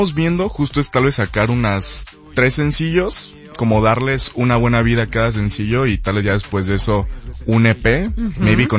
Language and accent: Spanish; Guadalajara, Jalisco, Mexico; born there; Ya que Chivas, porque nací en Guadalajara.